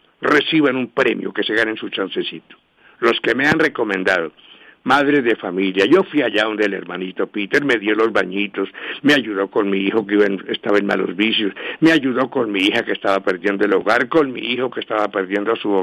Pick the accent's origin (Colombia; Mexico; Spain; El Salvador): Colombia; Bogotá; estuve con mi esposo allá, yo soy de Bogotá, de Ciudad Caney, tenemos por acá un negocito